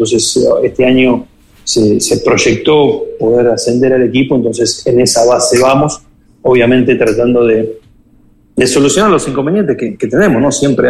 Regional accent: Argentina; moved away as an adult; now in Ecuador; en mi país, en Argentina

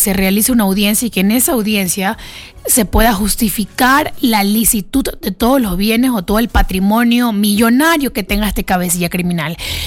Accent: Ecuador; a nosotros como ecuatorianos

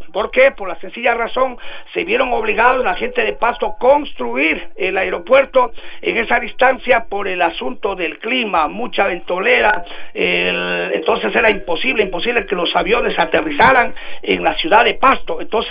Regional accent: Ecuador; Estamos contigo, selección, porque somos ecuatorianos

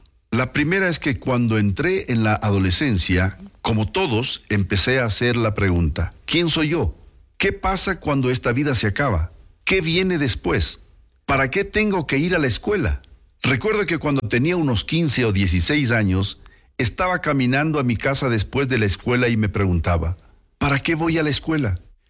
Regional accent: England, United Kingdom; soy de Inglaterra y creo en Dios.

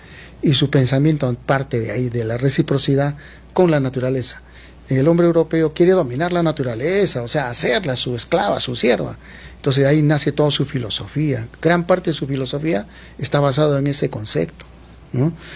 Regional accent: Chosica, Lima, Peru; yo no nací en el sur, ¿no? Yo soy de acá del centro, yo nací en Chosica y vivo en Chosica, pero he tenido la oportunidad siempre, en toda mi vida, de estar siempre

